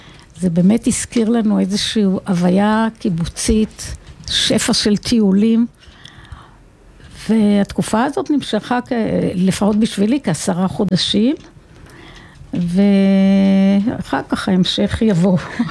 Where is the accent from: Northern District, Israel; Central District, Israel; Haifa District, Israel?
Northern District, Israel; כולנו גלילים